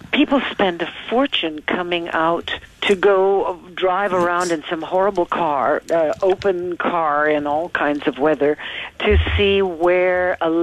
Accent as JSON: {"language": "English", "town": "Los Angeles", "region": "California", "country": "United States", "tie": "born or raised there", "said": "I was born in Hollywood."}